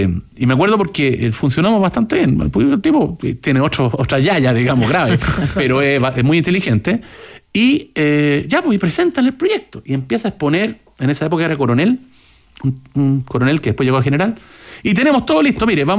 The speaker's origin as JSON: {"language": "Spanish", "country": "Chile", "said": "aquí somos estúpidos los chilenos, 90% de las llamadas al 133 son estupideces"}